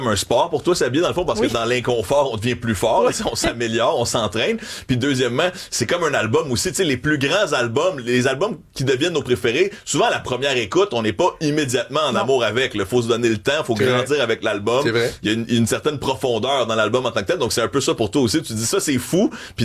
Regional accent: Montreal, Quebec, Canada; Je viens encore de Tétroville. Je viens encore de l'Est de Montréal.

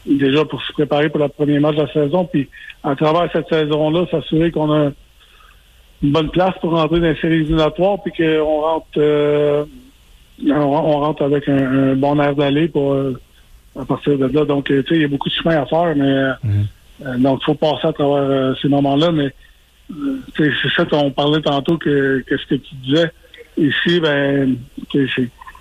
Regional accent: Quebec, Canada; moved away; étant donné que je suis Québécois

